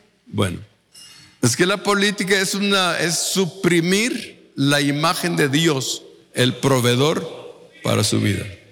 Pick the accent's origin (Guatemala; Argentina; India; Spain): Guatemala; hace algunos días aquí en Guatemala, aquí en mi pueblo, mucha gente se volcaron para los políticos, para todo partido.